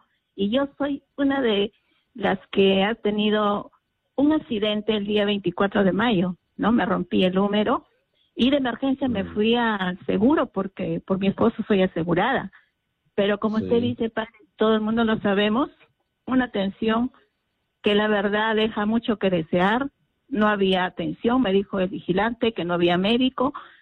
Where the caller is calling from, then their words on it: Lima, Peru; de San Juan del Lurigancho.